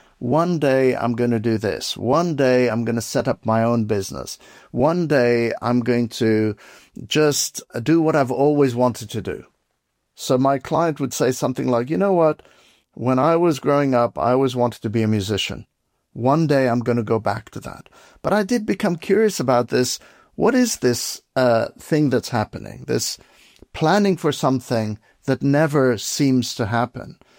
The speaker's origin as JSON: {"language": "English", "town": "Beirut", "region": "Beirut Governorate", "country": "Lebanon", "tie": "born or raised there", "said": "I was a kid growing up in Beirut, Lebanon. There was a civil war going on. I was 10 years old."}